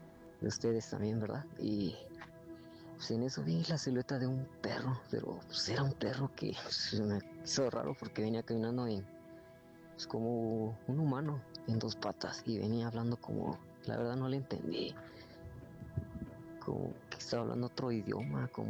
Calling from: Toluca, State of Mexico, Mexico; Soy de Toluca

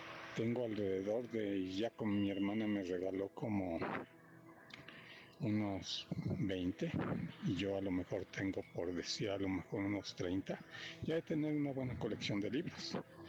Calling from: Puebla, Mexico; de Puebla.

